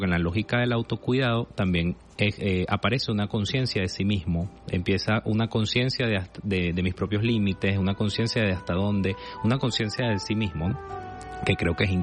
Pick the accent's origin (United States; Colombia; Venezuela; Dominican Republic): Venezuela; No solo te respondo además como joven venezolano.